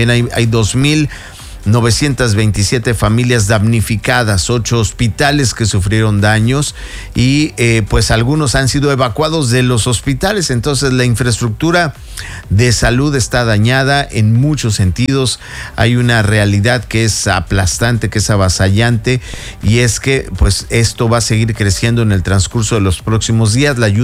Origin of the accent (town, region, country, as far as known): Mexico